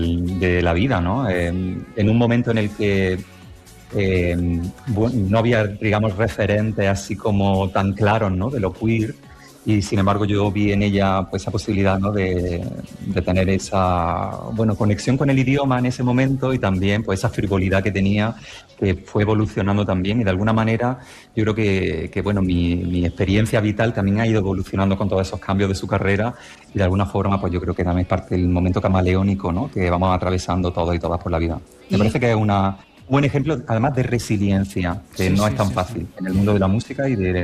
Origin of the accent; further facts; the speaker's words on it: Granada, Andalusia, Spain; Para quienes venimos de Granada, yo creo que es inevitable.